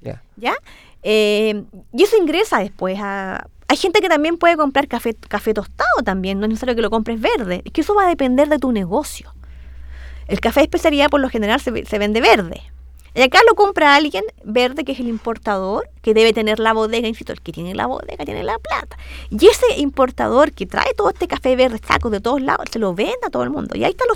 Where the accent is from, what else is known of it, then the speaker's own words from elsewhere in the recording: Concepción, Biobío, Chile; Y en Concepción, de donde soy